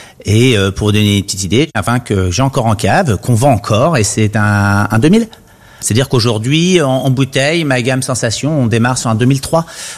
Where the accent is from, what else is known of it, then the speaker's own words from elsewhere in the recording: Grand Est, France; J'ai été formé à Beaune. Donc moi, je suis un des rares champenois qui parle en hecto, pas en kilo.